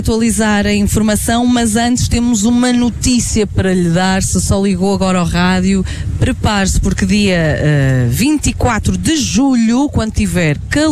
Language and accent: Portuguese; Norte, Portugal; Eu sou do Norte, eu digo muitas vezes caraca, mas para nós não é a geneira.